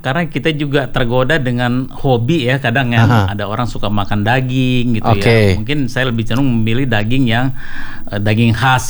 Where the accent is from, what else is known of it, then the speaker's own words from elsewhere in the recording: Jakarta, Indonesia; also born or lived in Banda Aceh; saya dari tahun 70 udah tinggal di Jakarta. Jadi praktis masa kecil saya semua ada di Jakarta.